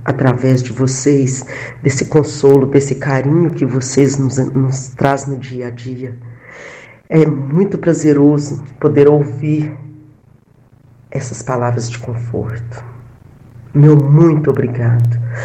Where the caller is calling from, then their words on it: Ibiá, Minas Gerais, Brazil; Eu falo de Ibiá, Minas Gerais.